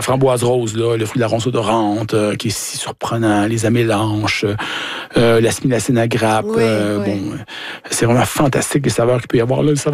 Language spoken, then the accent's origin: French; Saint-Ambroise-de-Kildare, Quebec, Canada; J'ai commencé dans notre boisé, là, adjacent au verger d'Arbranois chez nous, à Saint-Ambroise-de-Cuidère.